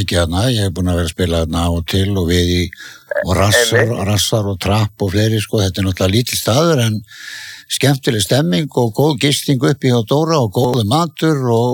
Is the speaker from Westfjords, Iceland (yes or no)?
yes; Ísafjörður, Westfjords, Iceland; En ég sá að þú varst að fara vestur á mín heimabæ.